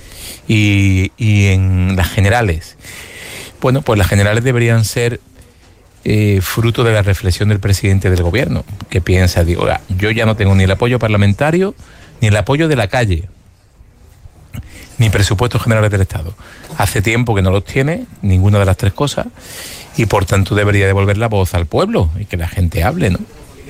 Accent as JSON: {"language": "Spanish", "town": "Málaga", "region": "Andalusia", "country": "Spain", "said": "sabe la gente que soy de Málaga"}